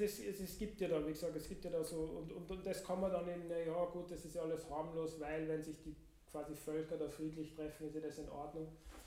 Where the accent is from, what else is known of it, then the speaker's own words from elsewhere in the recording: Austria; wenn man für das deutsche Team ist, sage ich jetzt als Österreicher.